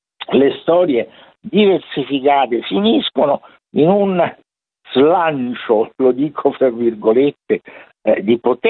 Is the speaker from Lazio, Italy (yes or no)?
yes; Rome, Lazio, Italy; io sono un romano